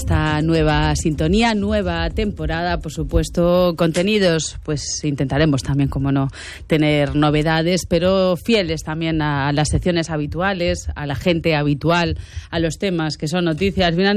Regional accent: Cambeo, Galicia, Spain; born there; Patrón de mi pueblo.

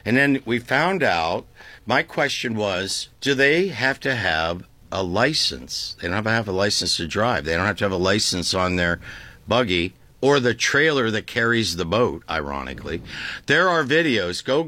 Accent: Tuscarawas County, Ohio, United States; Now, I grew up in Amish country, Tuscarawas County.

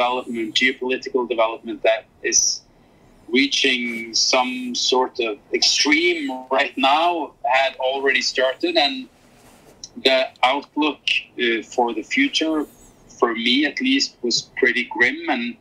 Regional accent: Norway; I grew up in the Norwegian outdoors with Norwegian outdoor culture.

